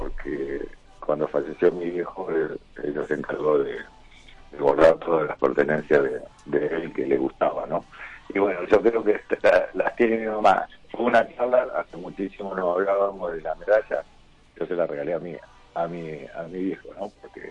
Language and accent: Spanish; Tucumán, Argentina; moved away; Somos tucumanos